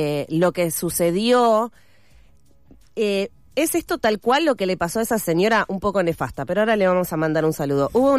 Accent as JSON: {"language": "Spanish", "country": "Argentina", "said": "nosotros somos argentinos"}